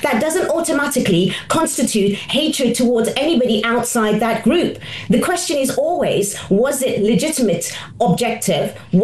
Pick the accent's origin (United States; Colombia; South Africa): South Africa; I am born and raised in South Africa.